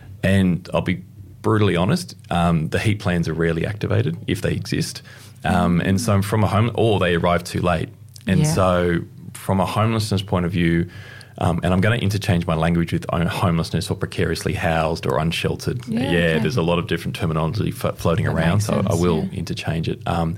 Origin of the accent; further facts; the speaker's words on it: New South Wales, Australia; I grew up in the Blue Mountains for a period as well